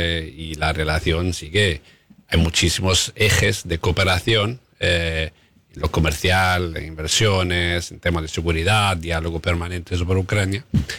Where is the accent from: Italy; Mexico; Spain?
Italy; Rome, Lazio; born there; first language Italian; Spanish is a second language; moved away; Yo mismo soy de familia danesa y sueca, casado con una española, nacido en Roma... Italiano fue mi primer idioma.